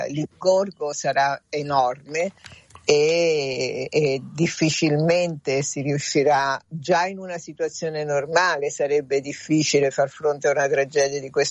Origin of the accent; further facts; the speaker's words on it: Venezuela; Come venezuelana posso dire che spero che questi aiuti arrivino e poi si vedrà il resto.